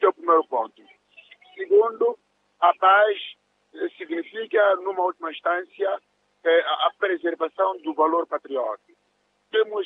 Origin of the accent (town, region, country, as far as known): Mozambique